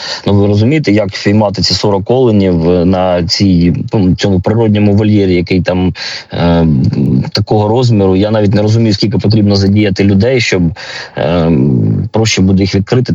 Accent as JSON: {"language": "Ukrainian", "town": "Kharkiv", "region": "Kharkiv Oblast", "country": "Ukraine", "said": "Але ми, харків'яни, віримо, якщо ми утрималися в 22-му році, то ми зараз точно втримаємося."}